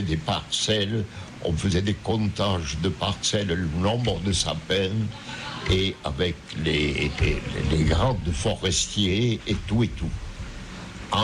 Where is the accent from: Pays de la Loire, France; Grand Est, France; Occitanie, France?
Occitanie, France; born there; comme j'avais déjà travaillé à Superbannière, où j'avais un droit de priorité vu que le terrain appartient à la commune où je suis né